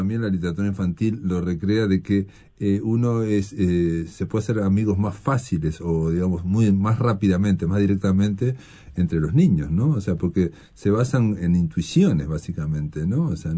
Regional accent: Fray Bentos, Río Negro, Uruguay; yo soy de Fray Ventos

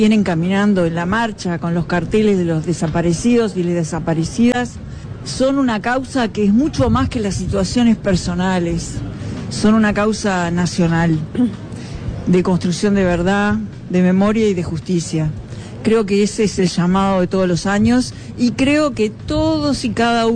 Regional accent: Uruguay; nos acerca más como uruguayos.

